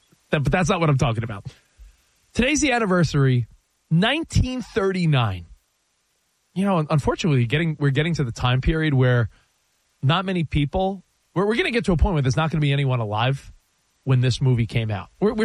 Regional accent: New York, United States; You know, it's wild because I grew up in New York.

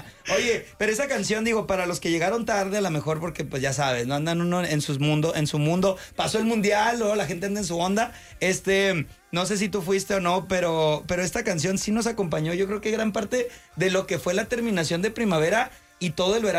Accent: Tijuana, Baja California, Mexico; cuando somos aquí de TJ

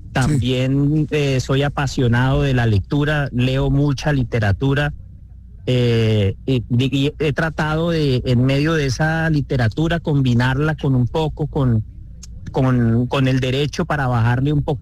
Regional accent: Santander, Colombia; Yo soy santandereano. Sí … Soy nieto de libanés.

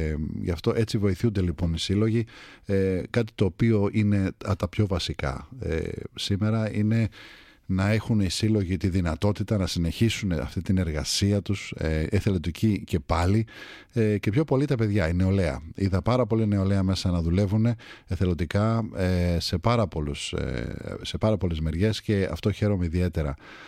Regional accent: Kaminia, Greece; moved away; Μεγαλώσαμε μαζί στα Καμίνια, έφυγα πολλά χρόνια, γύρισα πίσω

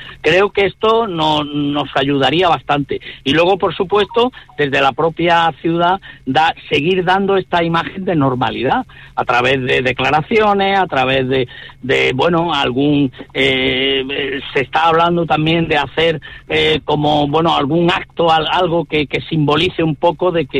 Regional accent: Granada, Andalusia, Spain; nos ayuda a los granaínos

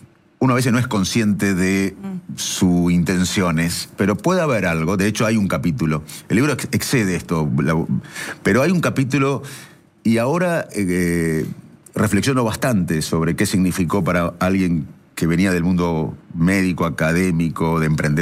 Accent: Salto, Buenos Aires Province, Argentina; born there; moved away; also born or lived in Arroyo Dulce / Cambridge; aprendí inglés de grande, porque por suerte en Arroyo Dulce y en Salto aprendí castellano.

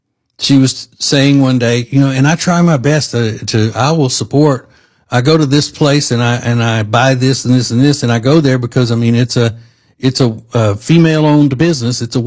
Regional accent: Charlotte, North Carolina, United States; I am from Charlotte, North Carolina. I do a talk show here at night

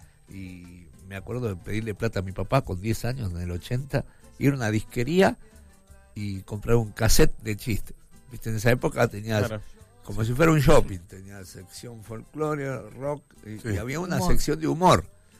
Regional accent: Tigre, Buenos Aires Province, Argentina; born there; now in San Isidro, Argentina; Nací en Tigre, sí, sí.

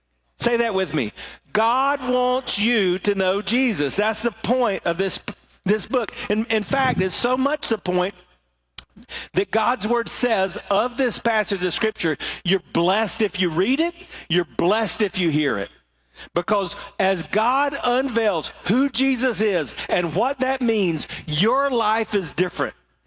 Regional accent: the South, United States; I grew up in the South

